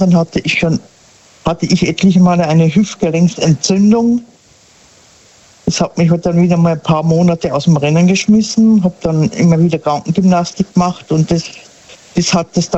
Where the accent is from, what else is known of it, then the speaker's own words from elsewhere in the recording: Sinsheim, Baden-Württemberg, Germany; Aus der Ecke Sinsheim.